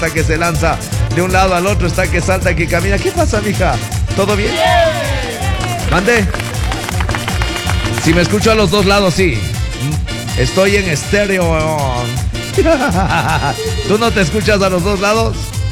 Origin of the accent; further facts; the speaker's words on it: Latacunga, Cotopaxi, Ecuador; Yo, mija, como soy de la Tacunga Ñaño, agarré el choclo con la mano